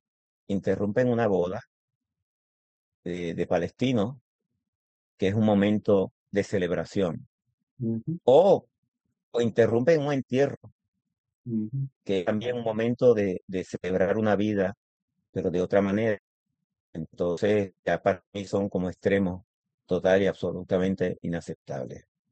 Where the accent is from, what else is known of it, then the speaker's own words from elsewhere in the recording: Puerto Rico; me preguntó de dónde eres, Puerto Rico